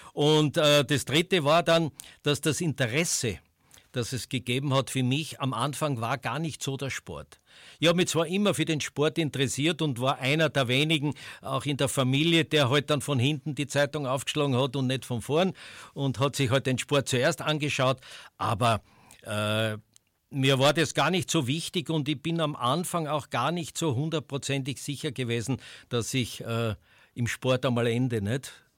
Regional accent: Styria, Austria; accent: Styrian; und ich war halt auch ein Steirer, der halt ein bisschen schert.

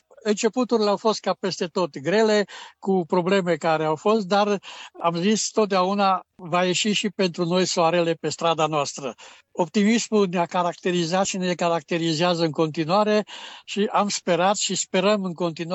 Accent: Romania; also born or lived in Graz; now in Austria; sunt român.

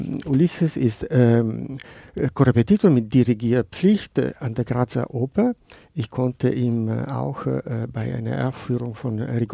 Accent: Genoa, Liguria, Italy; also ich bin aus Genua und halte für Boca Juniors

